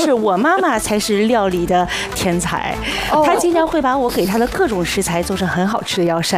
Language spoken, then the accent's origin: Chinese; Shandong, China; now in Beijing, China; 我是山东人，最近这个季节就是在我们老家，有个平房